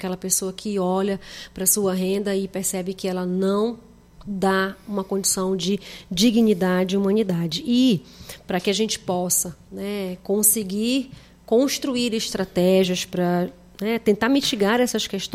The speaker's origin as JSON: {"language": "Portuguese", "country": "Brazil", "said": "O quanto que a gente, enquanto brasileiros"}